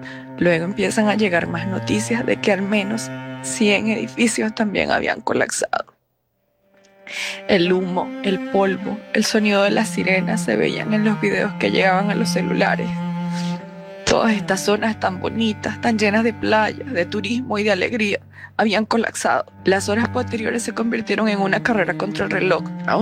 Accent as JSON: {"language": "Spanish", "country": "Venezuela", "moved": "yes", "lives_now": "Peru", "said": "Soy venezolana y me tocó vivir esta tragedia aquí en el Perú, a miles de kilómetros de distancia de mi patria."}